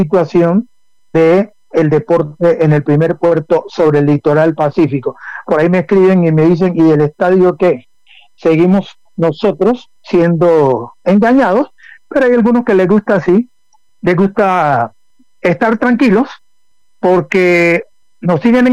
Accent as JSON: {"language": "Spanish", "town": "Buenaventura", "region": "Valle del Cauca", "country": "Colombia", "said": "como porteños salgamos adelante"}